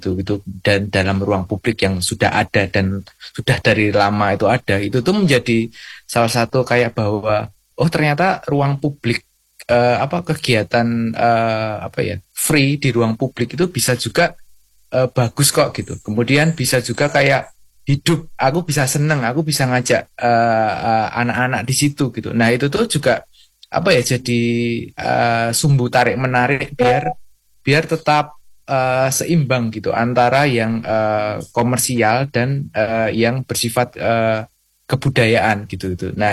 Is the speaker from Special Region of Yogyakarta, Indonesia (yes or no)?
yes; Sleman, Special Region of Yogyakarta, Indonesia; mungkin kayak saya juga warga Sleman ya